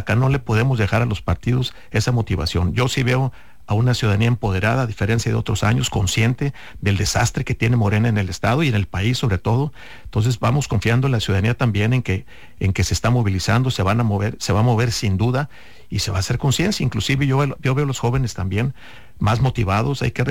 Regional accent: Sinaloa, Mexico

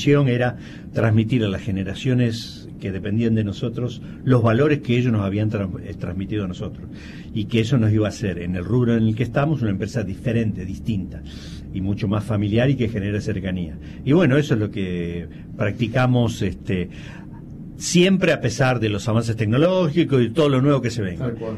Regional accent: Córdoba, Argentina; now in Sunchales, Argentina; por más que yo vengo de la provincia de Córdoba, ¿sí? Pero hace 42 años que estoy acá

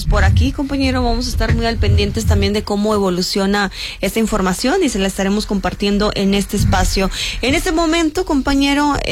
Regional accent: Mexico

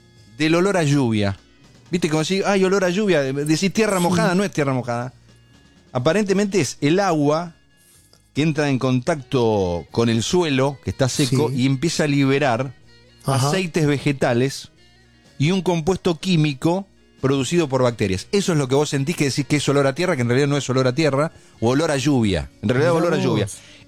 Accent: Buenos Aires Province, Argentina; born there

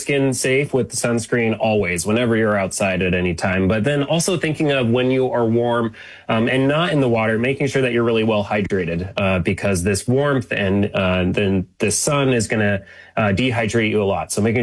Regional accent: Federal Way, Washington, United States; I grew up in Federal Way, and I just absolutely love the community of the south end of Seattle.

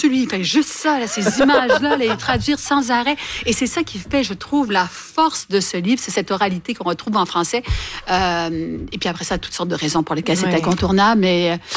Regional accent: Quebec, Canada; born there; je suis née au Québec de parents haïtiens

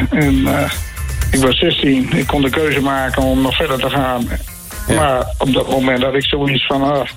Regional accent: Groningen, Netherlands; ik ben een Groninger.

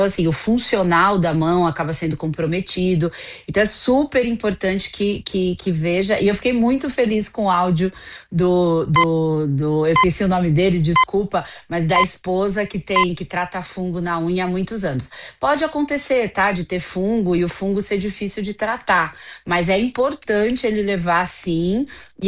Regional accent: Araraquara, São Paulo, Brazil; eu sou de Araraquara, minha família

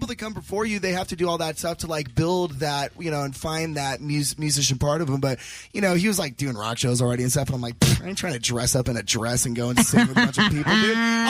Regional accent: Seattle, Washington, United States; Hey, man, I'm from Seattle, dude. It's all good.

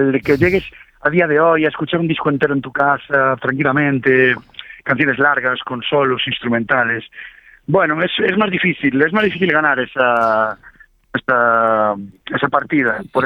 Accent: Ourense, Galicia, Spain; now in Santiago de Compostela, Spain; Yo, bueno, somos de Ourense toda la vida, pero yo llevo años viviendo en Santiago de Compostela

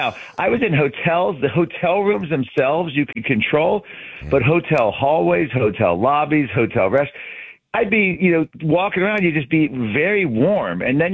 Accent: Virginia, United States; And I grew up in Virginia, so it was hotter. I had relatives in Pennsylvania and New Jersey. And growing up in the 60s, 70s

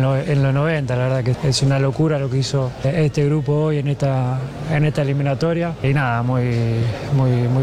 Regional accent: Argentina; demuestra cada día lo que somos como argentinos

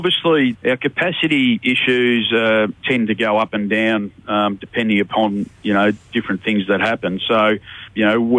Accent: Woodend, Victoria, Australia; I grew up in Woodend and went to trade school up here and played football at Kyneton.

